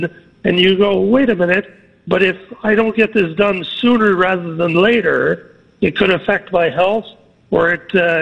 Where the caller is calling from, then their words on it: Canada; I'm Canadian. I'm on this side of the border.